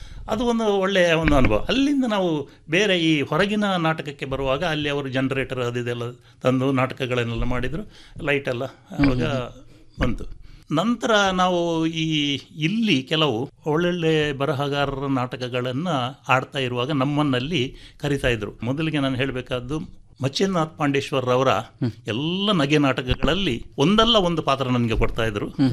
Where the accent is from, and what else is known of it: Mallur, Karnataka, India; born there